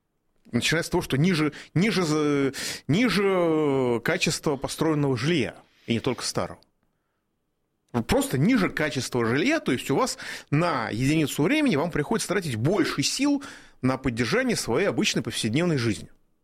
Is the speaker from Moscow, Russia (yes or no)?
yes; Moscow, Russia; Ну, как бы я москвич, но я очень много езжу по Московской области